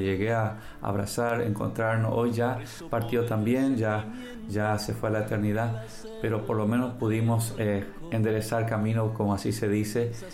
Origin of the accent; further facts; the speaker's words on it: Paraguay; Vengo de padres separados. Es un problema de tantos paraguayos